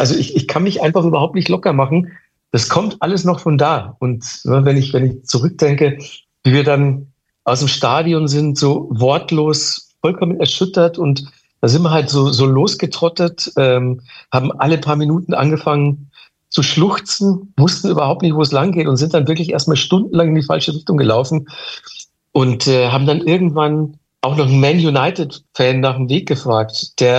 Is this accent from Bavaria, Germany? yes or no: yes; Manching, Bavaria, Germany; born or raised there